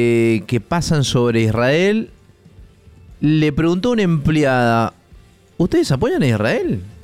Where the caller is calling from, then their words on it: Santa María, Catamarca, Argentina; de Santa María de Catamarca.